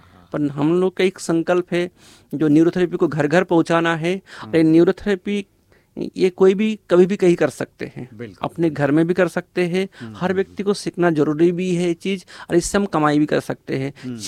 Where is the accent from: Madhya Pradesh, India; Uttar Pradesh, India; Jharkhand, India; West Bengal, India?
West Bengal, India; Kolkata; मैं एक्चुअली कलकत्ता से बिलोंग करता हूँ मैं